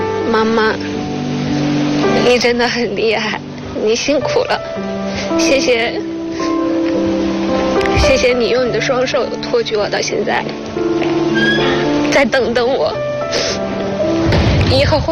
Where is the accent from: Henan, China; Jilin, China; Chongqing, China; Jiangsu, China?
Jilin, China; Yanbian; 我是来自吉林延边的一个农村的小家庭，家庭条件没有那么优越